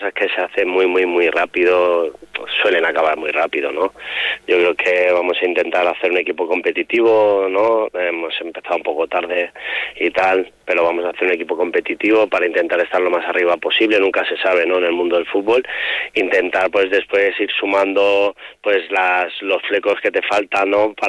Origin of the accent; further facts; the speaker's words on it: Calvià, Balearic Islands, Spain; somos del mismo barrio, somos de Sonferrer, de Calviá